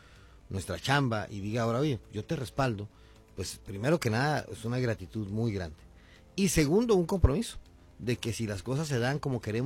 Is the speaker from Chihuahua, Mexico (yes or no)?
yes; Ciudad Juárez, Chihuahua, Mexico; Juárez, aparte pues de que es mi tierra y yo la quiero mucho y la amo profundamente esta ciudad, pues aquí también estamos muchos juarenses, muchos chihuahuenses